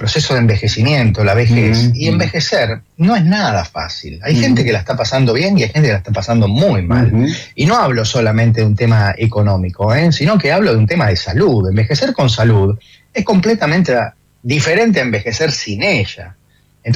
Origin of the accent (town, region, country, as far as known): Argentina